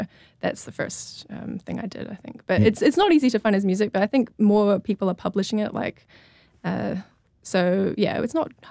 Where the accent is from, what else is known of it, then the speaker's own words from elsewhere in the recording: Wellington, New Zealand; so I grew up in Tawa